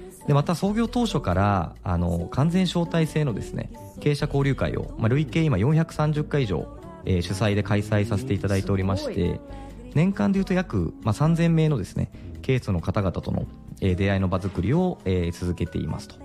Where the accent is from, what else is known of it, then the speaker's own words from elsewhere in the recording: Yokohama, Kanagawa, Japan; はい、浜っ子です。